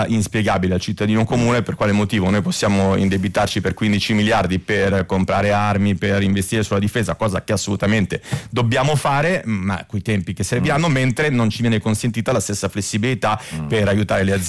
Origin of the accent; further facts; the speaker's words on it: San Benedetto del Tronto, Marche, Italy; moved away; San Benedetto del Tronto, facciamo un po' di pubblicità, che è la mia città natale, e vado là tutte le estati banalmente.